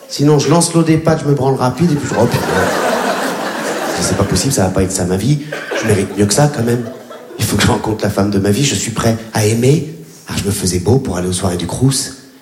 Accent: Réunion; Parce que moi, à l'époque, quand j'étais gamin, mes ennemis à La Réunion, c'était les surfeurs.

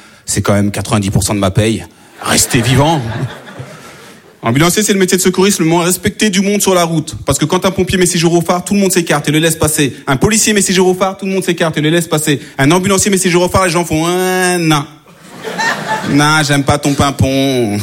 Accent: France; born there

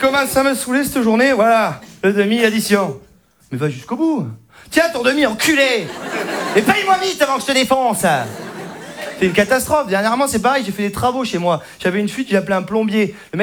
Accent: Saint-Émilion, Nouvelle-Aquitaine, France; je viens de Saint-Émilion.

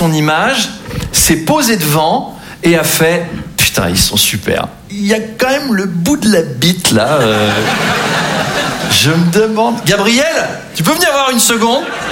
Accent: Versailles, Île-de-France, France; Moi, j'ai grandi à Versailles, hein. Très, très catholique comme environnement.

